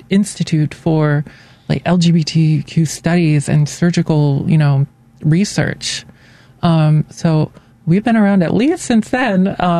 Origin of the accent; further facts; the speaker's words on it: Tennessee, United States; moved away; And, you know, like I said, I'm originally from Tennessee. There are a lot of laws that make it where I do not feel safe or comfortable going to see the family that I do have there.